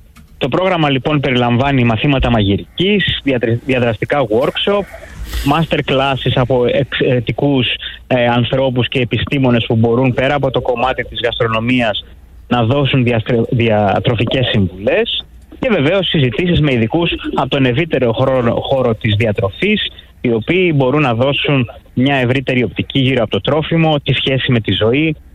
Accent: Central Greece, Greece; είμαι από την Εύβοια, είναι λίγο παραπλανητικό το επώνυμο.

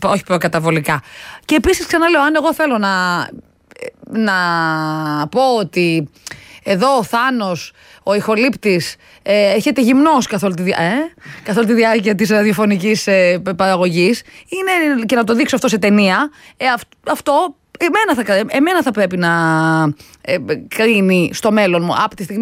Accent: Amaliada, Western Greece, Greece; την Αμαλιάδα που είναι και το χωριό μου.

